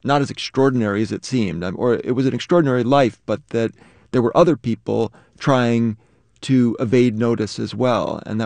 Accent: New York, United States; I was raised mostly in Harlem

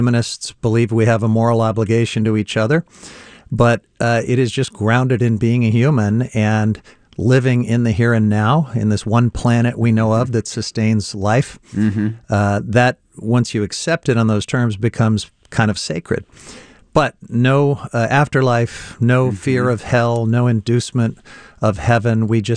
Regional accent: Independence, Missouri, United States; I grew up in Independence, Missouri, known for a couple things, Harry Truman's hometown for one

